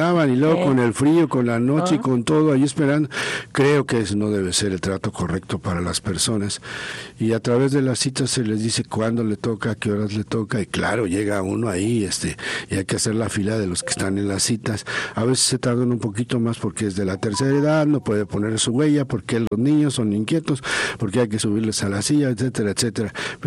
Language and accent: Spanish; Mexico; de todos los mexicanos que cruzamos